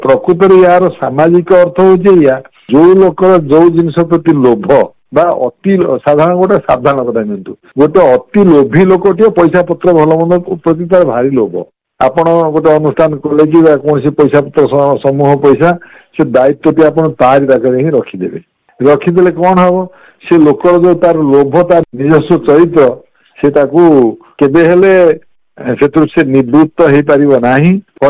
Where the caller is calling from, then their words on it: Cuttack, Odisha, India; କଟକରୁ କହୁଛି। ଏଇଟା ଆମ ଓଡ଼ିଶାର ଗୋଟେ ଓଡ଼ିଆ ଭାଷାର ଗୋଟେ ପ୍ରବାଦ।